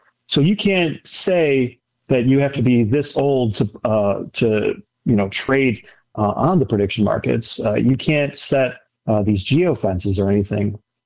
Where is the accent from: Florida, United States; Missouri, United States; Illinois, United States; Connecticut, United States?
Illinois, United States; I grew up in the Southwest Burbs, Catholics territory.